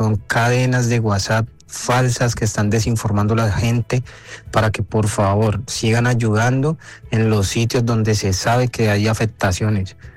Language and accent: Spanish; Cali, Valle del Cauca, Colombia; yo soy de acá de Cali.